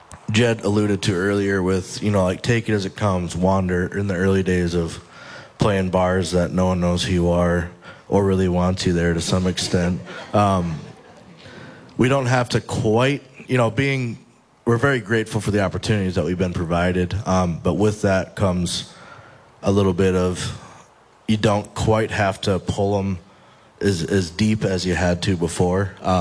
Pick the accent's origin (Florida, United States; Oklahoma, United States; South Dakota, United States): South Dakota, United States; I'm from South Dakota, the prairie